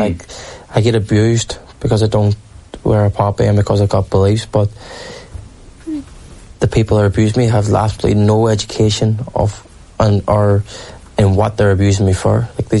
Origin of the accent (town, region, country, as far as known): Northern Ireland, United Kingdom